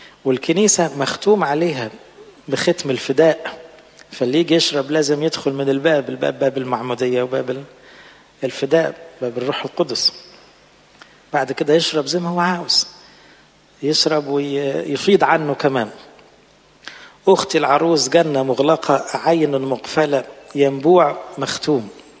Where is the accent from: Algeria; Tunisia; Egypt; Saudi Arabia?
Egypt; بلادنا مصر